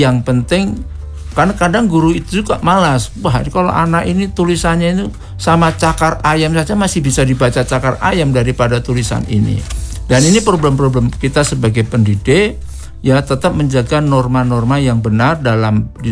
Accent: Java, Indonesia; seperti saya orang Jawa, istri saya orang Ambon.

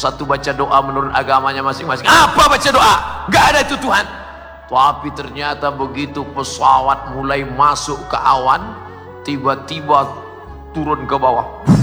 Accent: Sumatra, Indonesia; now in Palu, Indonesia; Saya datang dari Sumatera, ini Palu, Sulawesi Tengah, jauh Ustadz Somad, melewati Kalimantan.

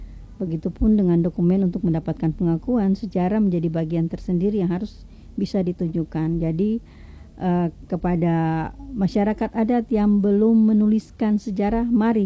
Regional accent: Maluku, Indonesia; kita di Maluku ini sangat sensitif soal tapal batas.

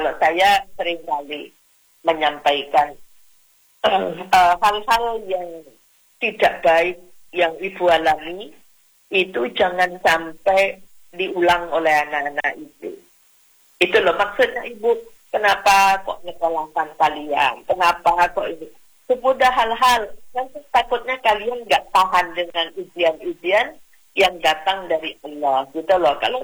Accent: East Java, Indonesia; Ya, walaupun saya dari Madura, ya ada unggah unggunya.

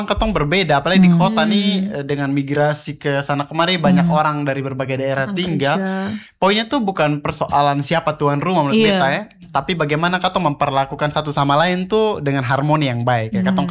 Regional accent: Kupang, East Nusa Tenggara, Indonesia; beta merasa sebagai orang Kupang ya

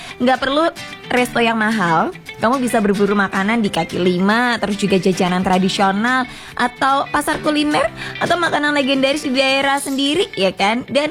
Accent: Kediri, East Java, Indonesia; Kalau di kota aku sendiri jujur, ya kita harus menempuh perjalanan 2 jam untuk bisa ke pantai karena Kediri gak punya pantai.

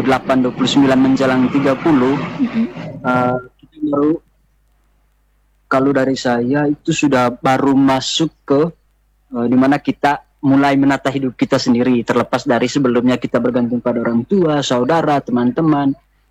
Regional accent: East Nusa Tenggara, Indonesia; Kalau dari Manggarai Timur sendiri, rata-rata yang di kampung saya ya, di Manggarai Timur di kampung saya itu rata-rata ke Kalimantan, kerja di kebun sawit.

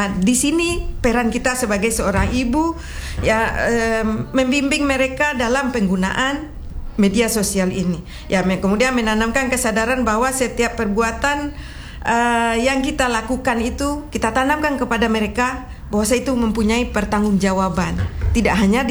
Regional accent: West Sumatra, Indonesia; now in Ternate, Indonesia; Termasuk kita orang Minang di perantauan, yang alhamdulillah kita hidup di Ternate

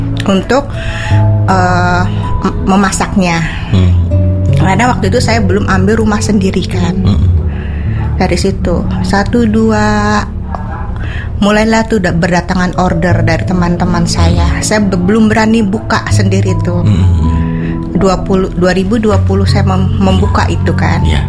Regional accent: Cirebon, West Java, Indonesia; born there; moved away as an adult; also born or lived in Jakarta

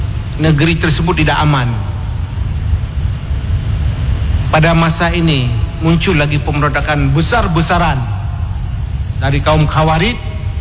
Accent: Samalanga, Aceh, Indonesia; Kalau ke Samalanga kampung saya 174 km. Samalanga ke Biren lebih kurang 30 km.

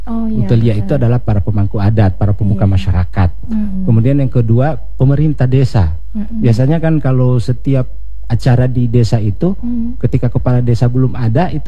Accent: Gorontalo, Indonesia; Itu mulai diperkenalkan kepada masyarakat bahwa kita orang Gorontalo memiliki begitu beragam tradisi budaya

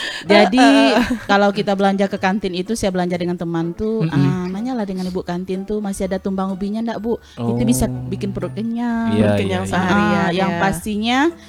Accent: Sumatra, Indonesia; now in Sanggau, Indonesia; Kalau saya tuh dari Sumatera

